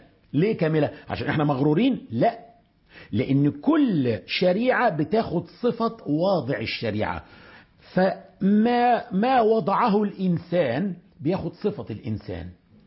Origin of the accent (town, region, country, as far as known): Upper Egypt, Egypt